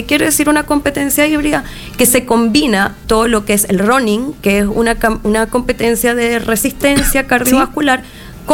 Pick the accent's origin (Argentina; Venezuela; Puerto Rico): Venezuela; also born or lived in Panama; now in Chile; Soy venezolana, más venezolana que la arepa, así.